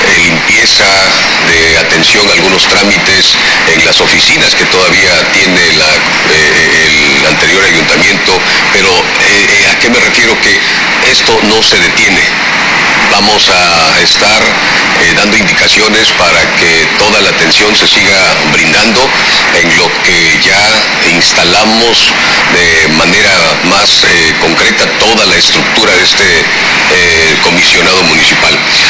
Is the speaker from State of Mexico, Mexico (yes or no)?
no; Juchitán, Oaxaca, Mexico; somos de Juchitán